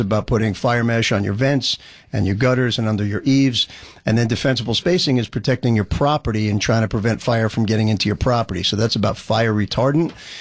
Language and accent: English; New Jersey, United States; also born or lived in Brooklyn, New York; If you can't tell, I'm from Jersey. I was born in Brooklyn. I went to school out in Michigan, University of Michigan.